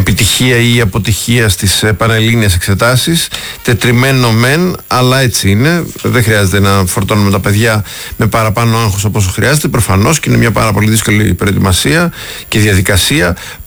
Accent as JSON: {"language": "Greek", "country": "Greece"}